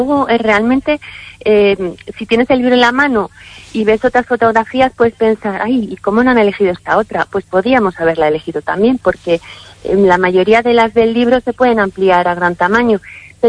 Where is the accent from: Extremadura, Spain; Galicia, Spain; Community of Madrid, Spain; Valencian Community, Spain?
Community of Madrid, Spain; Madrid; Entonces, aunque yo soy de Madrid, pues mi origen está aquí y tengo casa en una aldea de Orense